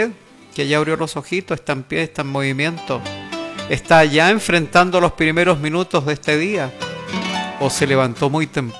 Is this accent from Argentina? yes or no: no; Chile; Todo lo contrario, somos chilenos todo el año y aquí en el matinal Buenos Días Provincia tenemos un rinconcito